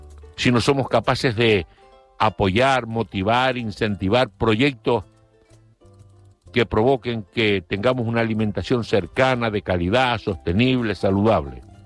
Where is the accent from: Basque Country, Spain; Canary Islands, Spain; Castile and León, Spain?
Canary Islands, Spain